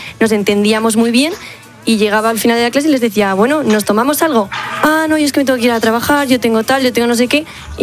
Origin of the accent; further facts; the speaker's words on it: Spain; pero claro, no es como los españoles que hablamos con todo el mundo y tal.